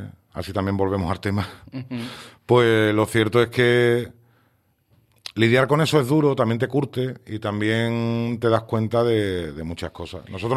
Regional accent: San Fernando, Andalusia, Spain; now in Galicia, Spain; yo soy de San Fernando pero vivo en Galicia.

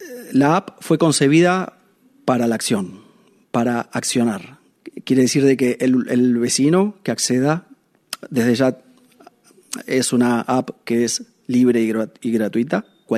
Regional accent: Argentina; moved away as an adult; now in La Pineda, Spain; Soy argentino, vivo hace 6 años en el barrio de La Pineda. Adopté el barrio y adopté la ciudad como propia.

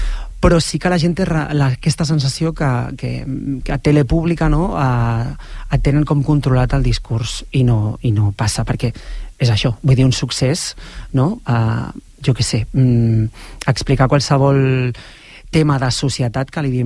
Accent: Barcelona, Catalonia, Spain; born there; soc català, he nascut a Barcelona, parlo perfectament català

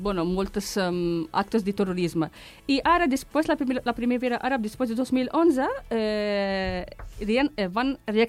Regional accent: Ghardimaou, Jendouba Governorate, Tunisia; Catalan is a second language; also born or lived in Oviedo; now in Barcelona, Spain; És una estació de tren que està entre el meu poble i Argèlia.

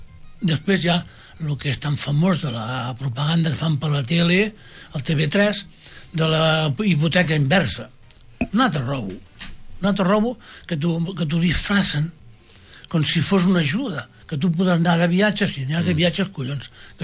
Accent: Rubí, Catalonia, Spain; No tenim poble, som uns desgraciats, vam néixer aquí a Rubí.

